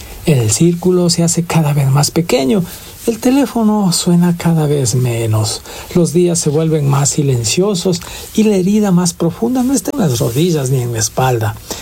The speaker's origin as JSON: {"language": "Spanish", "country": "Ecuador"}